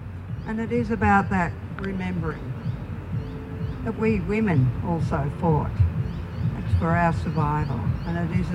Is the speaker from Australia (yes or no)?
yes; Australia; I'm also from Wemba Wemba, my grandmother's country, and I'm also Turaway from the Tasmanian history as well.